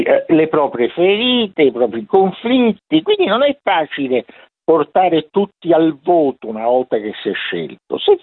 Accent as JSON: {"language": "Italian", "town": "Rome", "region": "Lazio", "country": "Italy", "said": "io sono un romano"}